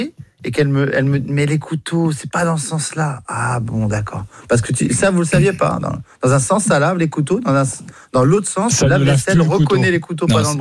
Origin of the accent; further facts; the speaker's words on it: Nantes, Pays de la Loire, France; also born or lived in Mont-Saint-Aignan, Normandy; je suis nantais